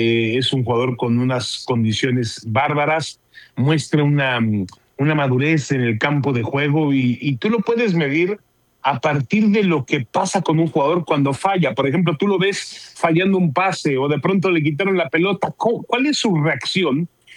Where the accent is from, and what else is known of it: Mexico